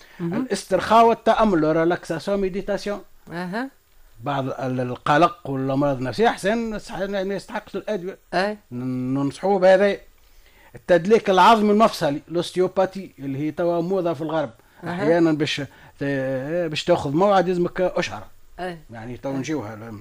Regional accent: Tunisia; موجود عندنا في تونس

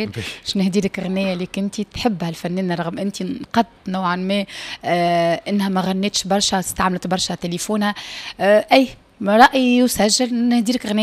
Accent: Tunisia

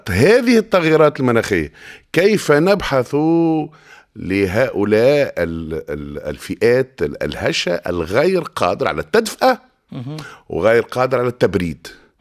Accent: Le Kef, Kef Governorate, Tunisia; هذيك بلادنا وهذيك حومتنا وذاك موطأ معناها القدم وهذاك مسقط الرأس

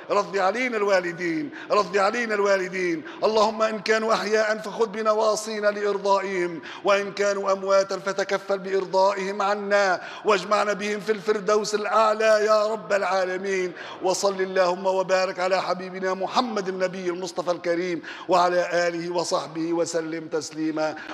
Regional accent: Tunisia

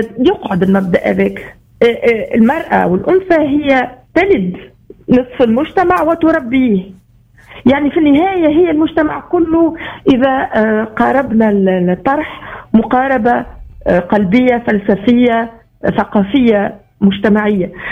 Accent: Sousse, Sousse Governorate, Tunisia; ولاية سوسة، ولاية مدينتي أنا من ساكن. وعشت في سوسة وكبرت في سوسة وقيت في سوسة.

